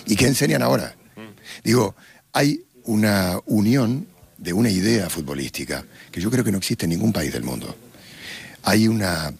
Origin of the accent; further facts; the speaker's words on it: Argentina; now in Spain; Yo soy argentino y obviamente me mueve Argentina desde la pasión. Pero desde lo que me ha dado España, un país que adoro, que amo, mis dos hijas son españolas. Digo, llevo 21 años viviendo en España